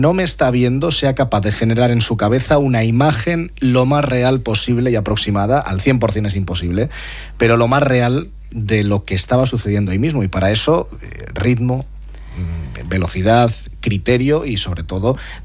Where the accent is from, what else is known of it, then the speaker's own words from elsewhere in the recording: Omoño, Cantabria, Spain; Yo soy de Omoño. Omoño es un pueblo muy pequeñín.